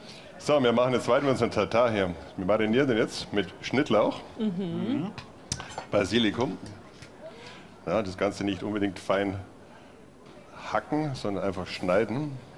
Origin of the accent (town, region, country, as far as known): Bavaria, Germany; now in Dresden, Germany